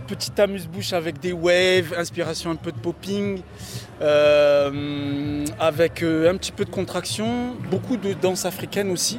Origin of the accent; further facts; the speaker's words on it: Comoros; sachant que je suis comorien.